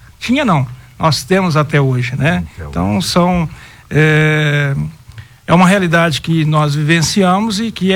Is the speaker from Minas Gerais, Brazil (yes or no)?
yes; Itapagipe, Minas Gerais, Brazil; born there; Eu nasci na cidade de Itapajipe, Minas Gerais, em 27/3/1971. Itapajipe, para quem não conhece, fica no Pontal, Triângulo Mineiro, próximo à cidade de Frutal, Minas Gerais.